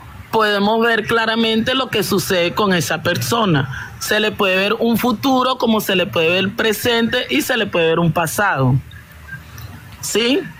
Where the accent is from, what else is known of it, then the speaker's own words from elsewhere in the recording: Venezuela; Tuve una enfermedad muy grave en Venezuela, porque yo también soy venezolana, pero de padres colombianos